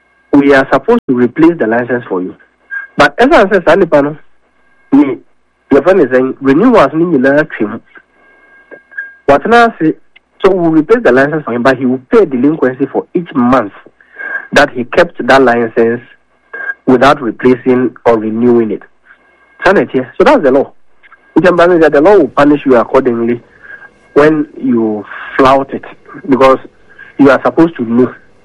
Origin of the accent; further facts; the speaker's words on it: Ghana; as a Ghanaian, I know very well.